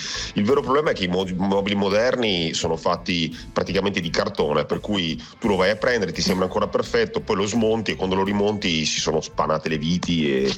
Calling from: Venice, Veneto, Italy; da Venezia.

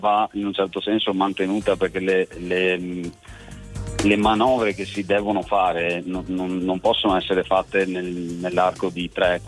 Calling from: Veneto, Italy; Chiamo dalla provincia di Treviso.

